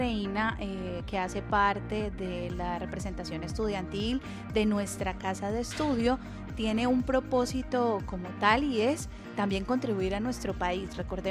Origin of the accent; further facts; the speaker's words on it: Colombia; de nuestras personas que hacen parte de este país tan hermoso como lo es Colombia